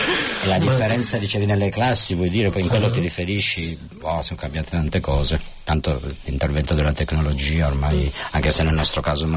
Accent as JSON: {"language": "Italian", "town": "Turin", "region": "Piedmont", "country": "Italy", "lives_now": "Spain", "said": "Io sono di Torino, ero già stato qui in realtà, ero stato in Andalusia nel 91 con un progetto Erasmus"}